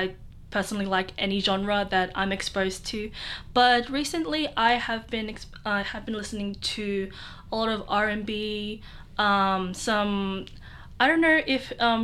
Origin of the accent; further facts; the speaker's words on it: Australia; also born or lived in Bradford, England / Philippines; Technically, ethnicity-wise, I am from the Philippines, but I was born in Bradford, England, and came here and grew up in Australia since I was...